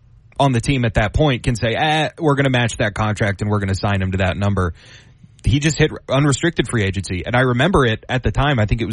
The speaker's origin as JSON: {"language": "English", "town": "Austin", "region": "Texas", "country": "United States", "tie": "born or raised there", "said": "I've been dealing with just awful allergies growing up in Austin my whole life."}